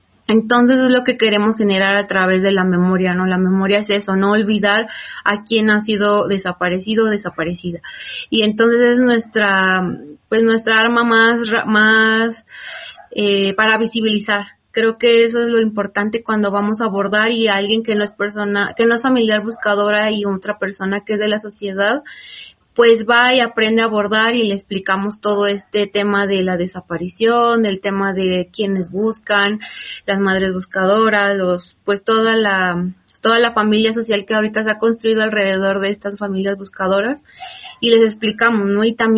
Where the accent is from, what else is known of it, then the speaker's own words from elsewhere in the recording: Ecatepec, State of Mexico, Mexico; soy de aquí de Catepec, Estado de México.